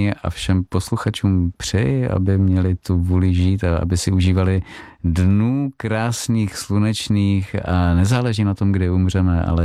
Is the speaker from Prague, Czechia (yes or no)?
no; Olomouc, Olomouc Region, Czechia; moved away; takže jeho vyznání mému rodnému městu je pro mě velice důležitá písnička